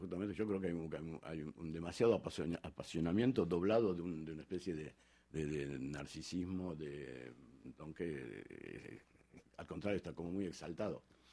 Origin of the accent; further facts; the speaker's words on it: Argentina; no sé, en mi país, en Argentina, o y acá también, a veces la gente les critica a los políticos que tal vez sean un poco más calmos